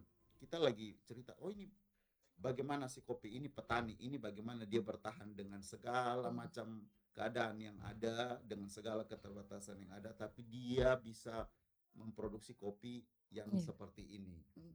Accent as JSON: {"language": "Indonesian", "town": "Bajawa", "region": "East Nusa Tenggara", "country": "Indonesia", "tie": "born or raised there", "said": "Oke, karena saya asli Bajawa."}